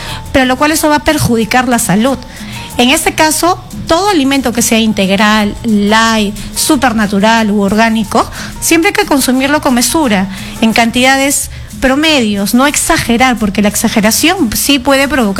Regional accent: Peru; nosotros como peruanos nos encanta comer.

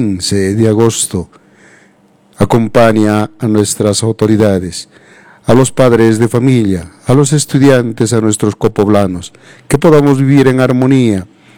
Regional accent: Peru; nuestra patria, el Perú

